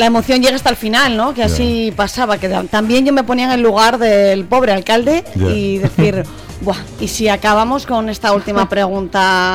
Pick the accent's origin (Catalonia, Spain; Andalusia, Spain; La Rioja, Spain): La Rioja, Spain; Pradejón; Totalmente, muy orgullosa de Pradejón.